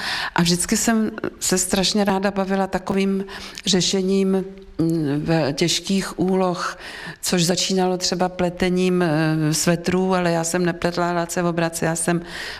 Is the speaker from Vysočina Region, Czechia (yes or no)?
yes; Vysočina Region, Czechia; born there